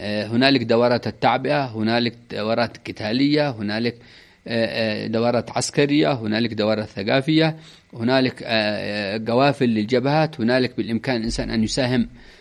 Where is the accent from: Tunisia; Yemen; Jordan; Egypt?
Yemen; إذا كان هؤلاء يحشدون من دول، ماذا نحشد من بلادنا ونحن أبناء اليمن؟